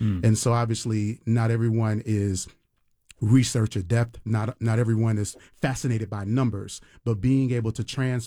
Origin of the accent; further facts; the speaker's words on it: Tampa, Florida, United States; Not only am I an artist, but I'm also from Tampa.